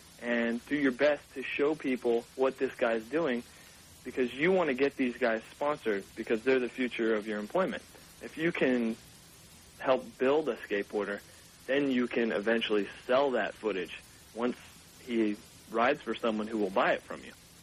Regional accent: Sacramento, California, United States; born there; also born or lived in Pennsylvania; I moved to Sacramento from Pennsylvania, and I was around 13 years old

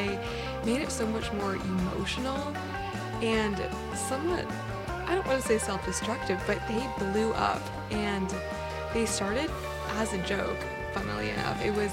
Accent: Santa Cruz, California, United States; my hometown Santa Cruz

